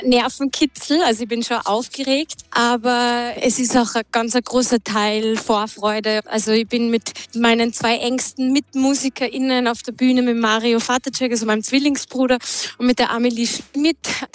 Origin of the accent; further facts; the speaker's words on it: Salzburg, Austria; als Salzburgerin ist es natürlich schon was sehr Besonderes.